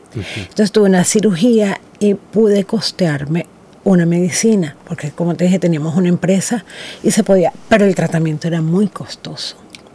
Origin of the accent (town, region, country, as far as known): Venezuela; moved away as an adult; now in Australia